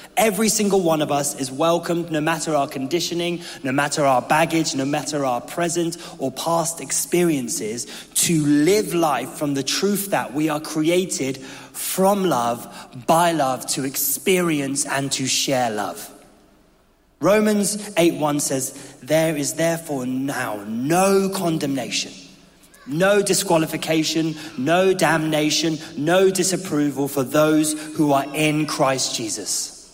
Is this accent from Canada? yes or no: no; United Kingdom; before I am British and Ghanaian